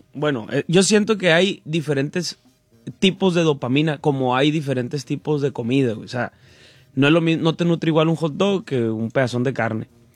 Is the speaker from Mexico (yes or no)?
yes; Mexico; No, pues como todo mexicano, toda la vida nomás.